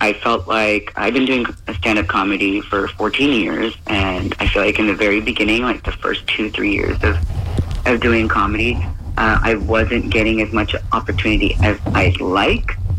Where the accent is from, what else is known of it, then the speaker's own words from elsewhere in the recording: San Jose, California, United States; also born or lived in Japan; I am actually born in Japan, but I am Filipino, raised in San Jose. So I'm not a native, but I do love San Jose.